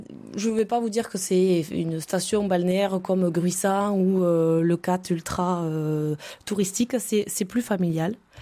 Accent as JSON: {"language": "French", "town": "Castans", "region": "Occitanie", "country": "France", "tie": "born or raised there", "lives_now": "Les Martys, France", "said": "Moi, mon village natal, c'est Castan. Et j'aime beaucoup ce village. Il est tout petit, mais il est ultra dynamique. Et j'ai déménagé parce que mon mari a l'exploitation agricole sur les Martis."}